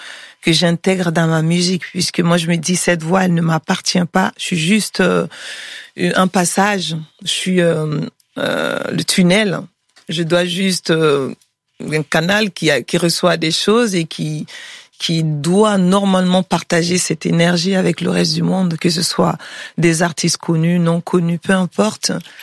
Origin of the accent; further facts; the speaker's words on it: Mali; c'est des sonorités que j'ai grandi avec au Mali, mais en version traditionnelle.